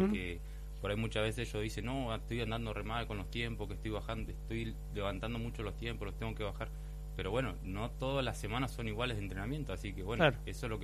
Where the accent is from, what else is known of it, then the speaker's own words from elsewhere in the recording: Allen, Río Negro, Argentina; nosotros, somos de Allen.